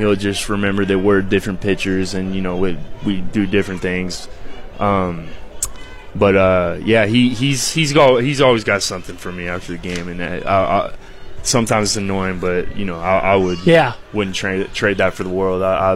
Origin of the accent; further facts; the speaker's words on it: Houston, Texas, United States; we're both from the Houston area